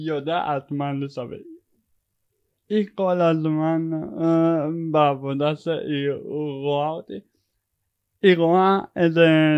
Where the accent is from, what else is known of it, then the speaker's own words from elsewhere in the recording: Judea and Samaria Area, Israel; now in Yavne, Israel; אני מהשומרון. אני גר עכשיו ביבנה, יש לי דירה עם משותפים.